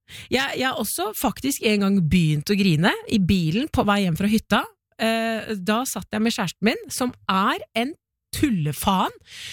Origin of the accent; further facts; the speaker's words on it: Porsgrunn, Telemark, Norway; åh, den låten her vokste jeg opp med i Porsgrunn, og den dritlettest der, og så det ingen andre for Porsgrunn